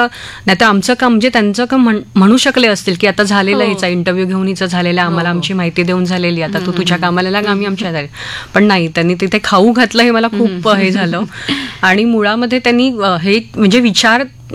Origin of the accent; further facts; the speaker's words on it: Mumbai, Maharashtra, India; म्हणजे आपल्या कोशामध्ये असतो, मी मुंबईची आहे मी हे ते वगैरे काही नसतं